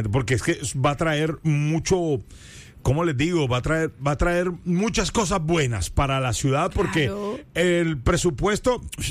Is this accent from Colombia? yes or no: yes; Colombia; Yo como colombiano